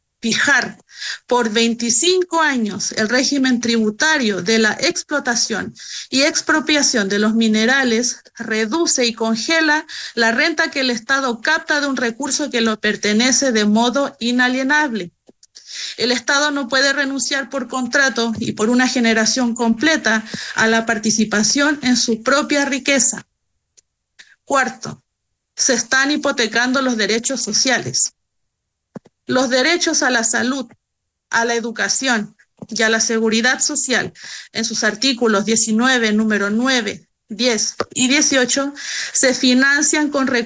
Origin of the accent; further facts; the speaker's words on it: Chile; now in Alto Hospicio, Chile; pero somos chilenos.